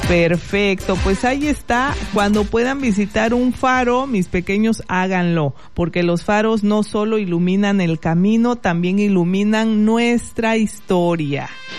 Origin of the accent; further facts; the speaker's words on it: Tonalá, Chiapas, Mexico; los que somos de aquí de Tonalá